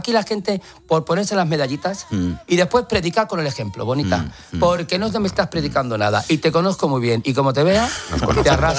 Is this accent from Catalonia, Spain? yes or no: no; Madrid, Community of Madrid, Spain; soy imagen de mi ciudad, soy madrileño, Madrid no entiende de política, soy madrileño